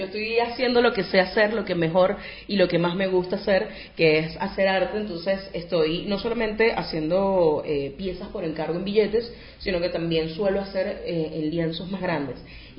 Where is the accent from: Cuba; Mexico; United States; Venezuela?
Venezuela; Capital District; now in Buenos Aires, Argentina; Yo soy de Catia